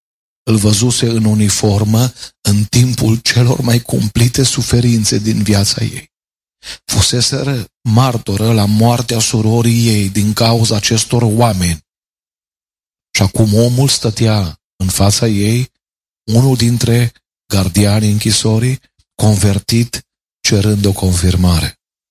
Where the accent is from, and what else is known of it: Arad, Arad County, Romania; born there